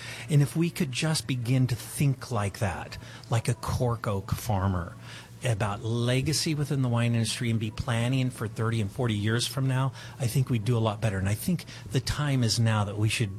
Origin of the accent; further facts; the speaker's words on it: Los Angeles, California, United States; also born or lived in Cucamonga Valley, Ontario, California; Well, coming out of Southern California in the Los Angeles area, I grew up in the Hollywood, L.A. area.